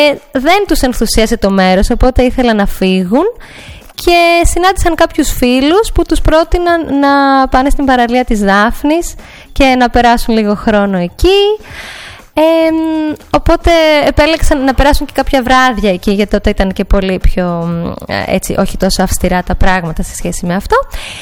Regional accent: Amaliada, Western Greece, Greece; Εγώ από τη Δυτική Πελοπόννησο, από την Αμαλιάδα.

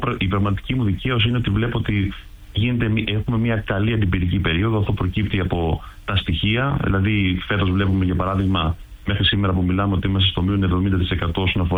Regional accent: Crete, Greece; εγώ βάζω μέσα και την Κρήτη, τον τόπο μου

